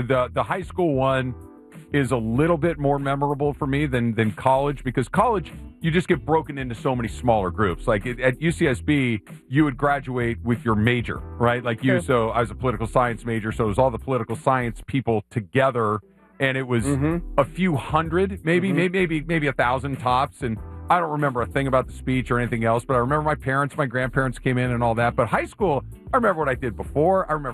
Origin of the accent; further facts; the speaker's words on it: Arcadia, California, United States; I grew up in Arcadia, and which is right next to Pasadena.